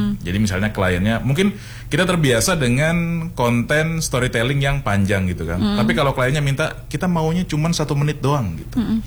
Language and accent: Indonesian; Indonesia; saya kan orang Bali Jawa ya